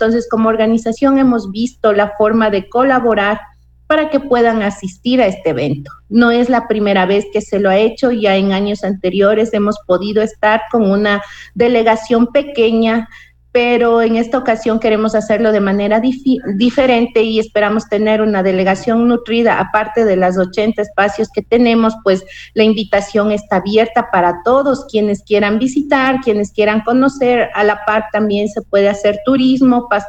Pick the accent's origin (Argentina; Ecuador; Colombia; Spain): Ecuador; nosotros también como ecuatorianos